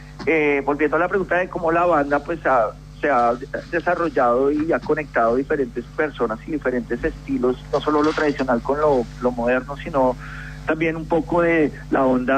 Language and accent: Spanish; Bogotá, Bogotá D.C., Colombia; now in Melbourne, Australia; Yo crecí en Bogotá